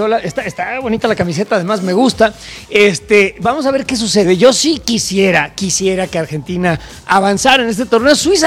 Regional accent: Mexico

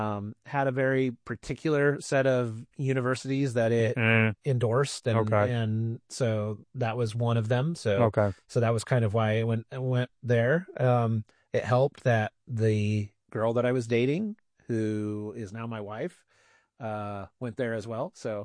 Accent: Hollister, California, United States; So I grew up in Hollister.

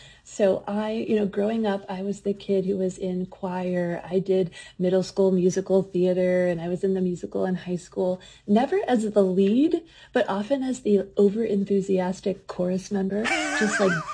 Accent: Pittsburgh, Pennsylvania, United States; But my father took us to every Civil War battlefield between my hometown in Pittsburgh and where we went to the beach in North Carolina.

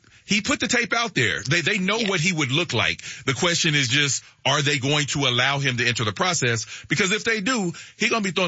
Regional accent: Dayton, Ohio, United States; I am from Dayton, Ohio

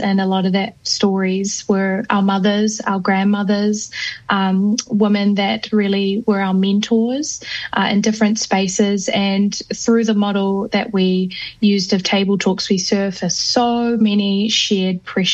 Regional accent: Auckland, New Zealand; Born and raised in West Auckland, so I'm a proud Westie. However, my whānau whakapapa to whakatāne, so Ngāti Awa e Ngāti Kupu a mai hapu. But yeah, born and raised in Auckland and love Tamaki Makaurau

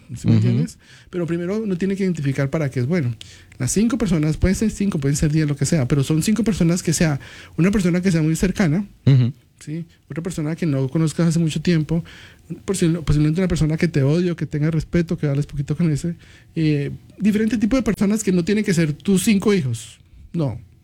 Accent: Colombia; soy colombiano aprendiendo vallenato.

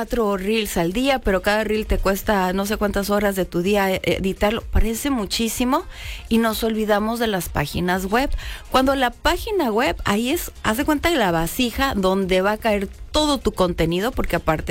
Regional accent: Mexico

